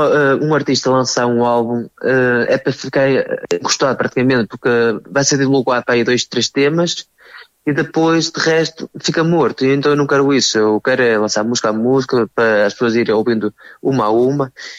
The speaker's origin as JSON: {"language": "Portuguese", "town": "Paços de Ferreira", "region": "Norte", "country": "Portugal", "tie": "born there", "said": "tive logo um espetáculo aqui na minha terra, nas festas de Passos Ferreira, no Corpo de Deus."}